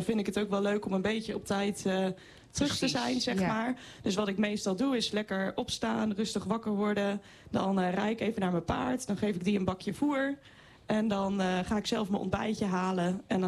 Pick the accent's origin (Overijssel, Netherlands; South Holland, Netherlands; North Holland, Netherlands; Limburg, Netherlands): Overijssel, Netherlands; Zwolle; ik kom uit Zwolle